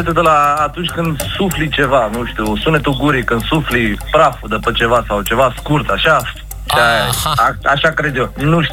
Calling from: Constanța, Constanța County, Romania; Bună, sunt din Constanța.

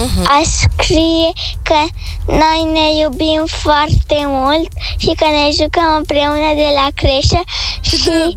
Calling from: Bucharest, Romania; Din București, an 7.

